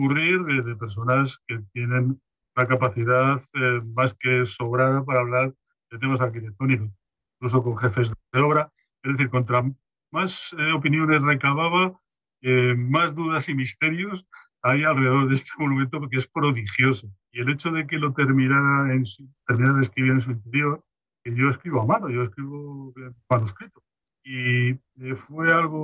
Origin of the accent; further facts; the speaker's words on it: Canary Islands, Spain; accent: peninsular; porque yo soy canario, aunque tenga este acento peninsular, soy canario, pero soy de las islas.